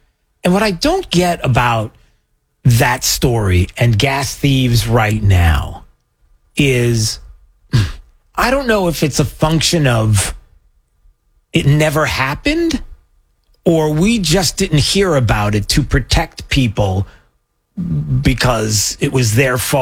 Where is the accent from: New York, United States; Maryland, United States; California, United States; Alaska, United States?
New York, United States; I grew up in New York.